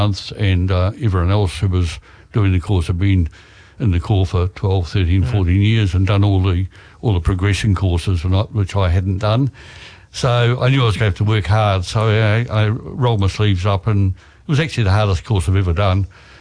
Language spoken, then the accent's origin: English; Taranaki, New Zealand; Yeah, I was born in Hara and 50s. Yep, that's correct.